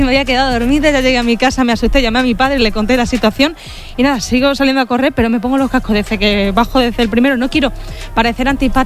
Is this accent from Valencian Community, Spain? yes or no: no; Badajoz, Extremadura, Spain; Digo, sí, soy de Badajoz.